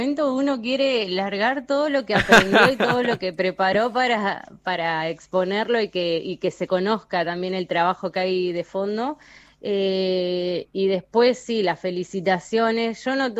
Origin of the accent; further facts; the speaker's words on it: Río Grande, Tierra del Fuego, Argentina; Yo soy fueguina, soy nacida acá, mi mamá es nacida acá, soy criada en Río Grande, formada profesionalmente acá en Río Grande